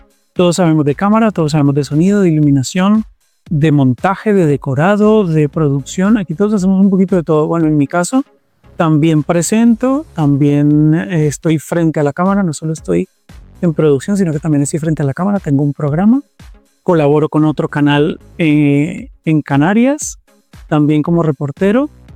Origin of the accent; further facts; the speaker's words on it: Bogotá, Colombia; also born or lived in Barranquilla, Colombia; now in Madrid, Spain; Soy nacido en Barranquilla, pero me he criado la mayor parte en Bogotá.